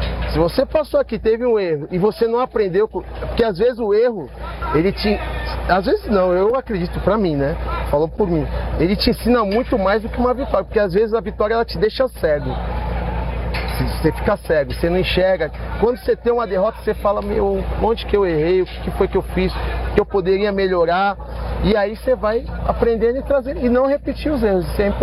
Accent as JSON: {"language": "Portuguese", "town": "Santos", "region": "São Paulo", "country": "Brazil", "said": "hoje eu sou de Santos, mas trabalho aqui em São Paulo."}